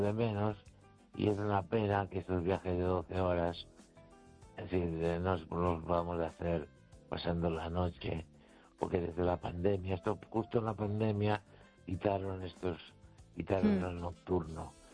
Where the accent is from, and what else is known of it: Galicia, Spain; born or raised there